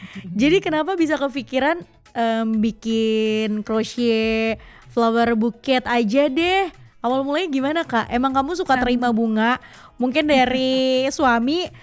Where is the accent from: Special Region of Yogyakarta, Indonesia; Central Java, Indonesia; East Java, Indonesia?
East Java, Indonesia; Surabaya; Kira-kira aku dari Surabaya loh.